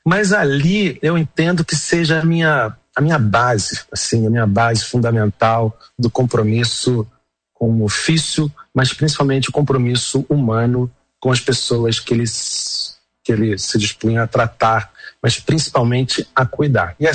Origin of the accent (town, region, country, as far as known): Rio de Janeiro, Brazil; born or raised there